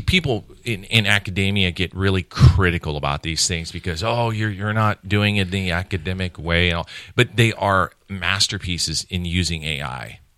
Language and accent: English; Redding, California, United States; born there; being born in Reading, California, and the fact that I'm an American.